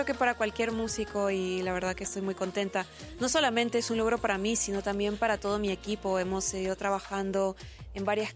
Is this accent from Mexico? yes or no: no; Peru; moved away as an adult; me fui de Perú cuando era súper joven para estudiar en Juilliard.